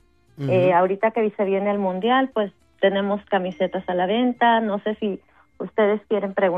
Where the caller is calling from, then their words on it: Boston, Massachusetts, United States; vivo en la ciudad de Boston